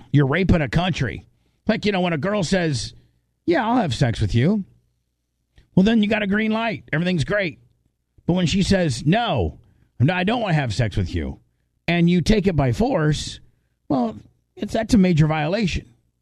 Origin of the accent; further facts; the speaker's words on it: United States; we're from American and we're called Americans?